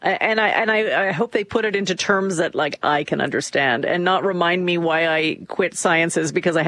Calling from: Canada; I love my country and I can't imagine not being a Canadian.

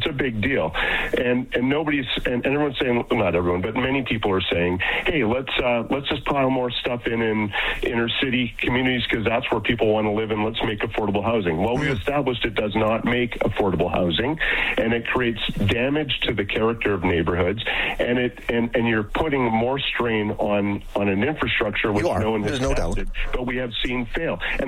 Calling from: Calgary, Alberta, Canada; And I'm calling from Calgary.

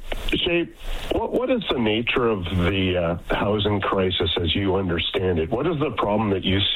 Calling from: Calgary, Alberta, Canada; And I'm calling from Calgary, so there's lots of houses, lots of housing that's affordable

